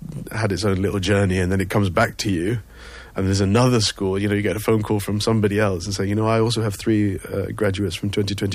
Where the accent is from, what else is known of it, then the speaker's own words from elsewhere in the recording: United Kingdom; now in Cape Town, South Africa; I'm from the UK originally.